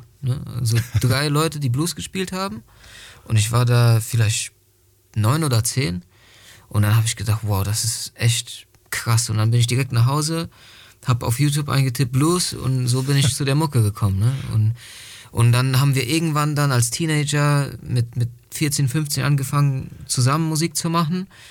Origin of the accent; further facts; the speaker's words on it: Wałbrzych, Lower Silesian Voivodeship, Poland; moved away; Also die Schule war in Polen. Ich bin in Polen aufgewachsen, in Wałbrzych.